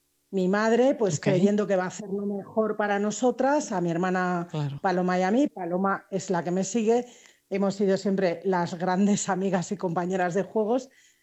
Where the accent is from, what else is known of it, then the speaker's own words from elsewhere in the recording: Spain; born there; yo nací en una familia muy católica en España, como podéis ver por mi acento, en el año 64.